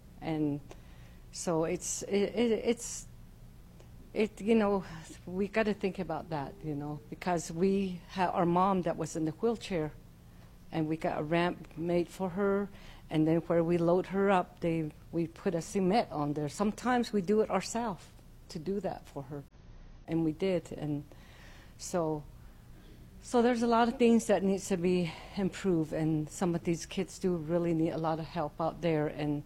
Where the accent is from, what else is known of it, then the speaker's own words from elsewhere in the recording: Tlachi, Arizona, United States; I'm from Tlachi.